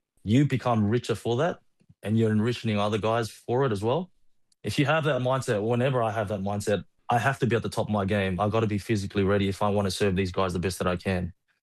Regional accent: Australia; Growing up in Australia, I never thought I would be playing for the Flying Fijians.

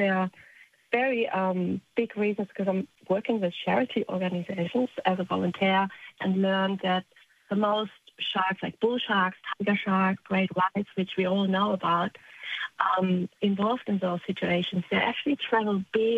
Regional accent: Germany; English is a second language; And I'm myself very wary of sharks growing up in Germany with all these movies.

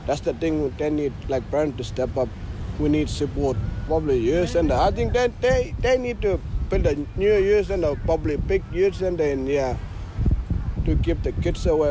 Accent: Lajamanu, Northern Territory, Australia; I'm from Lajamono, east of Katherine.

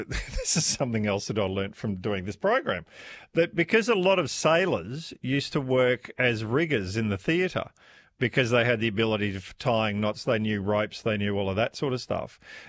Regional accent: Tanzania; born there; I was born in Tanganyika, now Tanzania, and I remember going on safari with Dad, who used to put loose chains on his thighs to go through mud.

